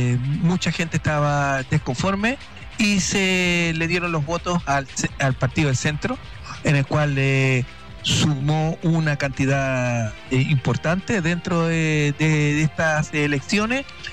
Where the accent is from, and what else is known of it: Chile; moved away